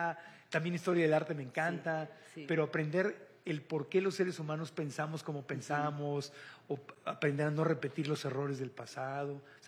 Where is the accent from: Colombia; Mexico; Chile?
Mexico; Tijuana, Baja California; Desde chiquito, pues crecí en Tijuana, en la frontera, crecí viendo a los Chargers de San Diego, ahora de Los Ángeles.